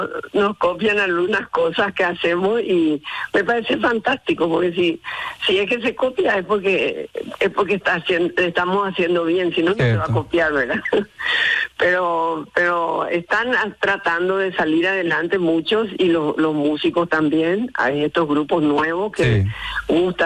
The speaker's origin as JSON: {"language": "Spanish", "country": "Paraguay", "said": "nosotros en Paraguay"}